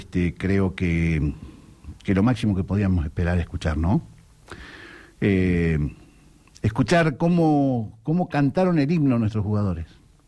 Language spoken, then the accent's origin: Spanish; Argentina; Pero somos Argentina. Mal que le pese a muchos, somos Argentina.